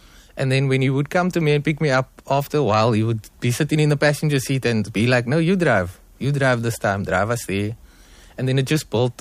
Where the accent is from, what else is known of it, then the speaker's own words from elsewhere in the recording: Athlone, Western Cape, South Africa; I'm born and raised right here in Athlone, not too far from the radio station. So I feel at home coming down here to Klipfontein Road